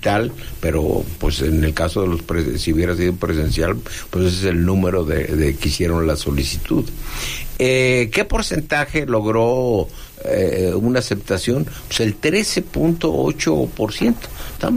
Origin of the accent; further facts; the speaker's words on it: Michoacán, Mexico; moved away; also born or lived in Mexico City; Yo tuve que salir de mi pueblo, Acuicho del Canje, Michoacán, sí, porque no había más que primaria, maestro.